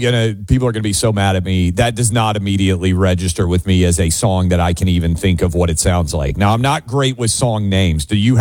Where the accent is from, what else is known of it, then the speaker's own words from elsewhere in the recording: Tennessee, United States; Look, I'm from Tennessee. We drink a lot of. There's a lot of moonshine here, Buck.